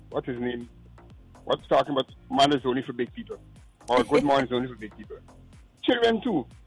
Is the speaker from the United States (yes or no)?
no; London, United Kingdom; when I grew up in London